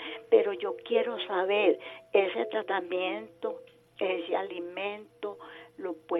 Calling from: Caldas, Antioquia, Colombia; la llamo de Caldas, Antioquia.

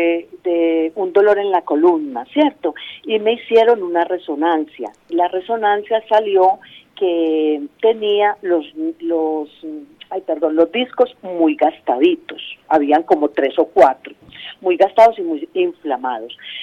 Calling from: Sabaneta, Antioquia, Colombia; Sí, vivo en Sabaneta.

